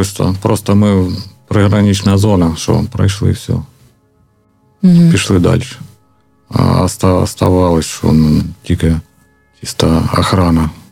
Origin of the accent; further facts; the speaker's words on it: Vovchansk district, Kharkiv Oblast, Ukraine; Ну, з Вовчанщини. Я з Вовчанщини, жінка моя харківська, ну, з Харкова, ну, ми жили там.